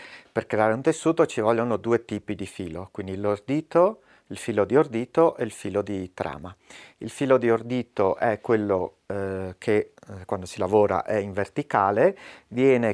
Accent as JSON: {"language": "Italian", "town": "Sauris", "region": "Friuli-Venezia Giulia", "country": "Italy", "said": "rimanere a Sauris"}